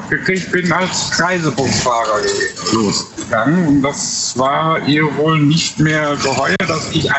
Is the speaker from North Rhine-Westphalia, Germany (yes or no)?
yes; North Rhine-Westphalia, Germany; ich komme aus Nordrhein-Westfalen.